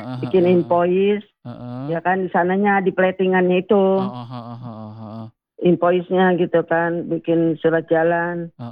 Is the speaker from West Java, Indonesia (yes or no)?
yes; Kuningan, West Java, Indonesia; saya kan orang Kuningan, Jawa Barat.